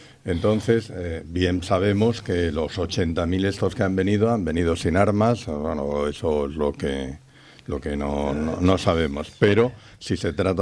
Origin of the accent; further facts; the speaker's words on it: Spain; Siento cierta vergüenza como español y sobre todo como legionario